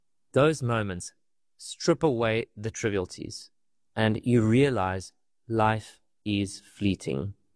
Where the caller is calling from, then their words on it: Western Cape, South Africa; I'm joining you from the Cape Winelands, just outside Cape Town. It is indeed a stunning place, but I actually grew up in a rugged town a few hours north from here, also known for its vines.